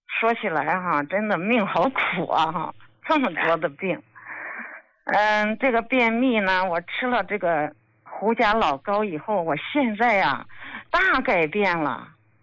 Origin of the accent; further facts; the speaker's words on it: Shandong, China; 我们山东人啊可能都爱吃咸，口重哈。